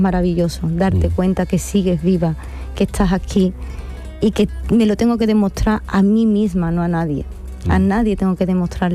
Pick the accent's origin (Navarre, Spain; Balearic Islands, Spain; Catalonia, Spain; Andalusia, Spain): Andalusia, Spain; Seville; Y no se puede hacer en Bienal de Sevilla, me da mucha pena porque es mi tierra. Tengo 49 años